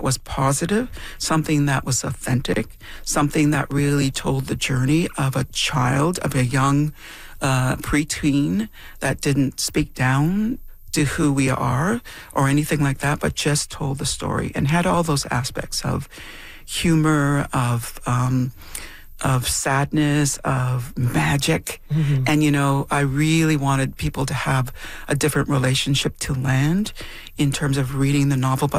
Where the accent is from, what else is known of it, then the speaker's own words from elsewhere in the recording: Temagami, Ontario, Canada; When I grew up in Temagami, Northern Ontario, but I think this is true for all across Canada